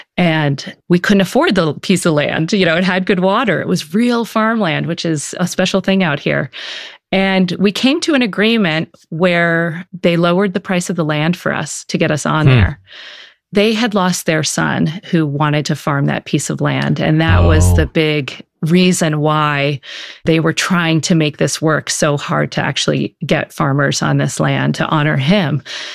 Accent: East, United States; now in Durango, United States; he's from Minnesota and I'm from the East.

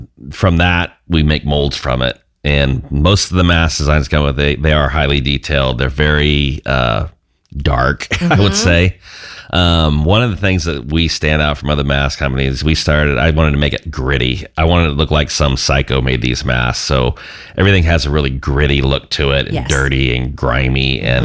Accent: Indianapolis, Indiana, United States; moved away as an adult; now in Muncie, United States; I'm originally from Indianapolis, but went to Ball State.

